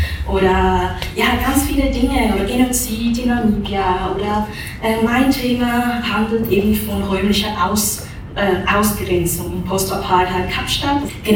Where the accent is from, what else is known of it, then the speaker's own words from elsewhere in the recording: Zurich, Switzerland; Zu mir, einfach damit ihr wisst, ganz, ganz kurz, ich bin aus Zürich, ich bin im Zürcher Unterland aufgewachsen, in der Nähe von Winterthur tatsächlich